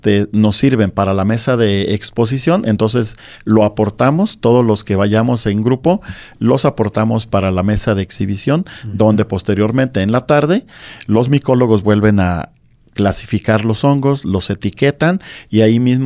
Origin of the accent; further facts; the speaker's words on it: Mixtlán, Jalisco, Mexico; Es un pueblo que estamos ubicados en lo que es la región Sierra Occidental del estado de Jalisco.